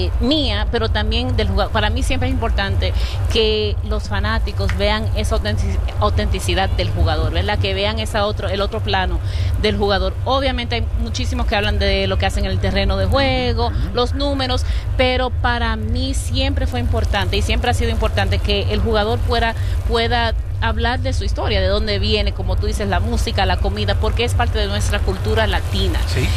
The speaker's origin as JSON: {"language": "Spanish", "country": "Dominican Republic", "moved": "yes", "lives_now": "United States", "said": "soy fanática del béisbol como buena dominicana"}